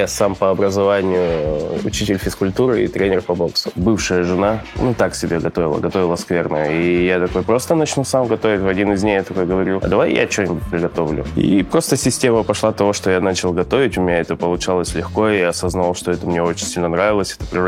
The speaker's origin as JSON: {"language": "Russian", "country": "Russia", "tie": "born there", "said": "Я родился в России, я очень люблю наш менталитет в плане приготовления еды"}